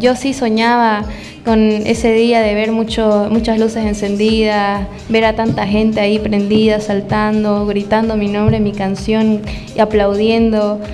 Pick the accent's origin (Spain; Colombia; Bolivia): Bolivia